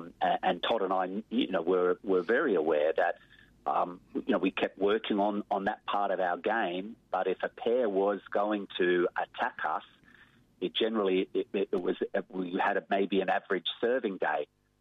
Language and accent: English; Australia; for us being Australian